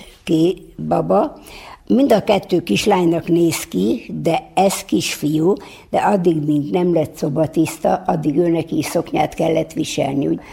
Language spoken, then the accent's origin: Hungarian; Danube Swabian settlement area, Hungary; tőzsgyökeres sváb vagyok.